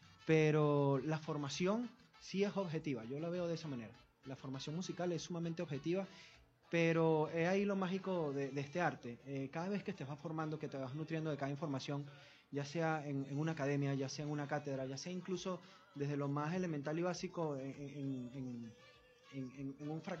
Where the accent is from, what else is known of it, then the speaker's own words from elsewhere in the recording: Portuguesa, Venezuela; mi pueblo, de Acarihuaraure